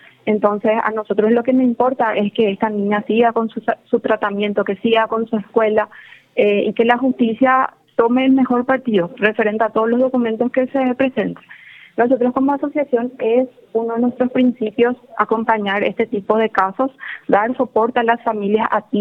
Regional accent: Paraguay; Pero como paraguaya me deja triste eso.

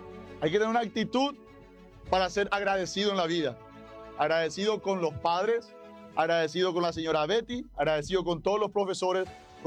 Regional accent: San Joaquín, Caaguazú, Paraguay; born there; moved away; vengo hace años atrás, como un niño como ustedes, viniendo de un pueblito llamado San Joaquín

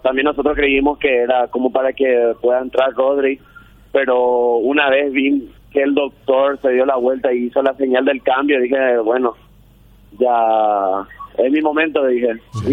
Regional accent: Asunción, Paraguay; Yo soy de Asunción.

